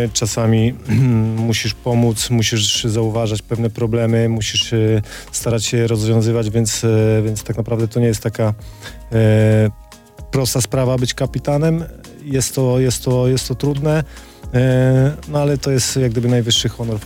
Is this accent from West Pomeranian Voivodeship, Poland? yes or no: yes; Kołobrzeg, West Pomeranian Voivodeship, Poland; ja jestem z Kołobrzegu, pochodzę z Kołobrzegu i tam zawsze była ta zgoda Pogoni z Legią, to było coś normalnego i ja się na tym wychowałem